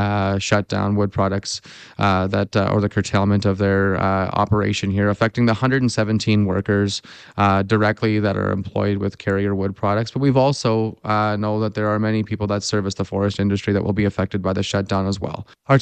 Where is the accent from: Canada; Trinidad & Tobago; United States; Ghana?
Canada; it makes me think of Canada Day when we go out and we celebrate what being Canadian is and what great leaps and bounds we've done as a nation.